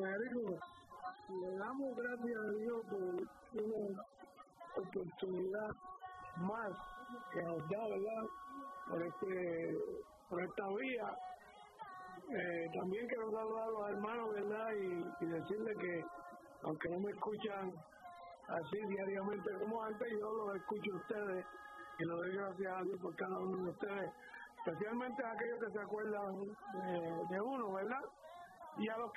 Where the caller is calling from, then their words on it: Puerto Rico; como nosotros puertorriqueños decimos